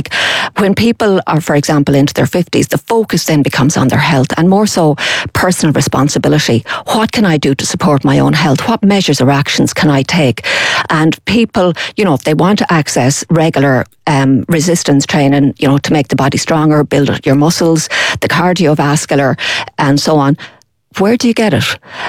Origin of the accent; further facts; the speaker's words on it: Achill Island, Connacht, Ireland; now in Castlebar, Ireland; I'm from Achill Island originally, but I'm based in Castlebar.